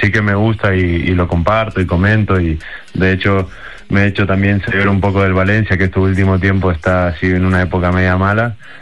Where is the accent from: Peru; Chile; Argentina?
Argentina; now in Spain; Tú piensas que yo soy el único argentino rodeado entre un grupo de amigos españoles y familiares todos españoles, yo acá estoy como muy solo.